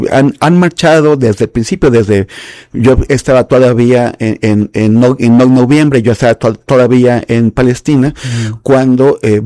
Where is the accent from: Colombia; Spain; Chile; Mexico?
Mexico; O sea, nosotros como mexicanos, los franceses como franceses, los italianos pueden tener una ideología de derechas, de izquierda